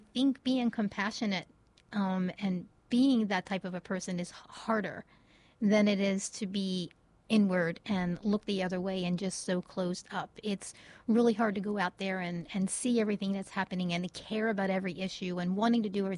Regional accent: Baltimore, Maryland, United States; I grew up in Baltimore City

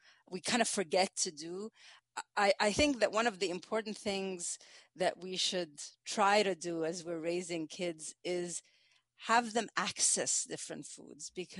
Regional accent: Egypt; now in United States; But my curiosity actually came from the fact that growing up, I come from Egypt. I knew that there were, a lot of different fermented products that exist in our culture. And I moved to the United States

